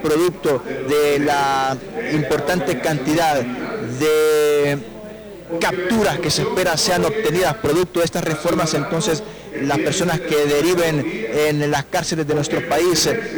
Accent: Honduras

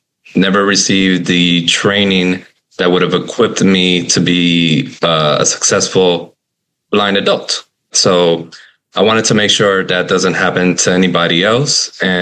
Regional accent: Miami, Florida, United States; I'm from Miami, Florida.

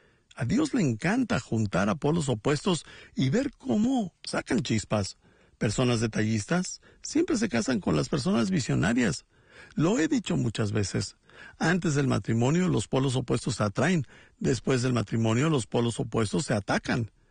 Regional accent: Bolivia; soy de Bolivia.

